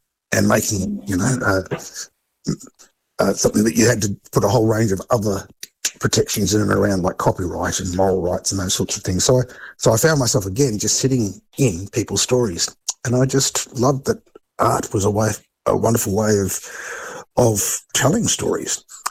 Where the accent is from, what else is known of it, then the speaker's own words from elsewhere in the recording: Australia; as Australians